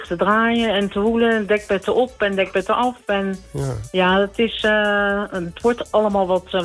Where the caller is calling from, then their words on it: Voorschoten, South Holland, Netherlands; Uit Voorschoten.